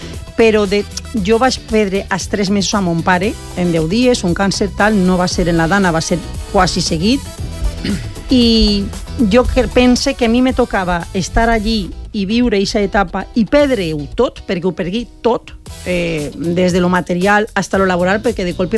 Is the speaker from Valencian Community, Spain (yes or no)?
yes; Benetússer, Valencian Community, Spain; jo soc de Benetússer, con lo qual soc afectada